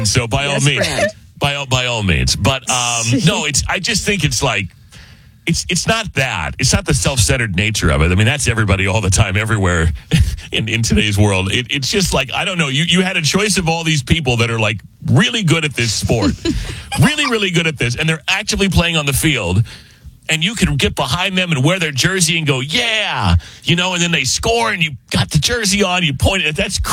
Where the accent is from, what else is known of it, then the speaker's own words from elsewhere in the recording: Arizona, United States; now in Chicago, United States; I didn't grow up in Illinois. I grew up in Arizona, spring training. We didn't have a baseball team.